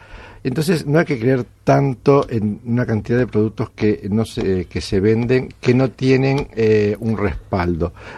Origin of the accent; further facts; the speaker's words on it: Uruguay; also born or lived in Italy; now in Spain; soy uruguayo.